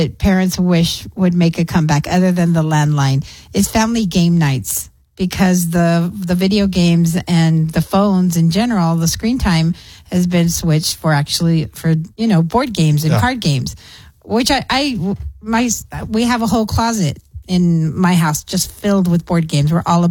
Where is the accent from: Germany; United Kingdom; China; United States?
United States; Clint, Texas; now in El Paso, United States; growing up in Clint in the trailer.